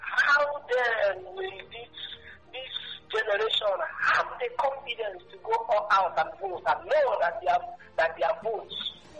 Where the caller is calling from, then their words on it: Aba, Abia, Nigeria; I'm calling from Abba.